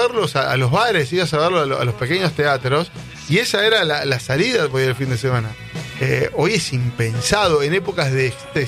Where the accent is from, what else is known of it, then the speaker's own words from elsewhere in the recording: Ramos Mejía, Buenos Aires Province, Argentina; Bueno, y después yo me crié en Ramos, vos estás de ahí cerca.